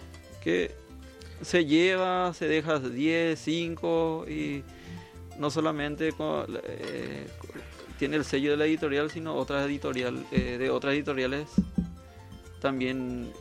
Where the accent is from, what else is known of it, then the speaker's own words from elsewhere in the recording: Capiatá, Central, Paraguay; Capiateño, nacido y criado y aún vivo en Capiatá, en mi ciudad.